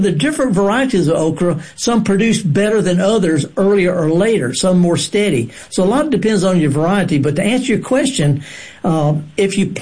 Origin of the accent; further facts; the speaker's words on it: Mississippi Delta, United States; Okay, now I'm from the Delta.